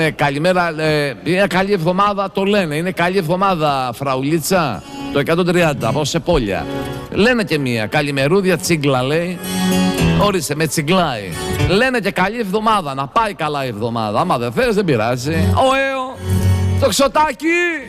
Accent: Western Greece, Greece; στο χωριό μου, στο χωριό μου και τα μέρη τα δικά μου κάτω και στην Αμαλιάδα μεριά

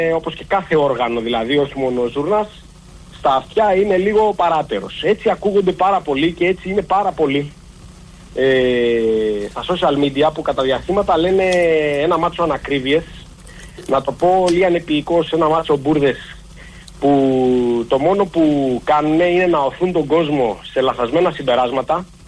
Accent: Macedonia, Greece; γιατί και εγώ είμαι Μακεδόνας και πρέπει να θυμόμαστε τις ρίζες μας.

